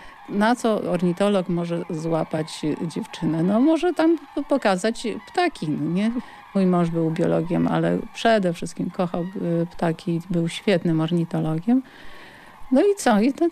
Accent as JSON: {"language": "Polish", "town": "Nowa Ruda", "region": "Lower Silesian Voivodeship", "country": "Poland", "tie": "born or raised there", "said": "Ja pochodzę z Dolnego Śląska."}